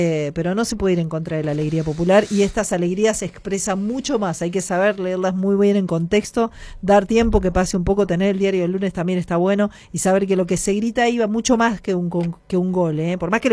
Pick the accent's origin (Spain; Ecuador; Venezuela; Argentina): Argentina; No somos Suiza, claramente, somos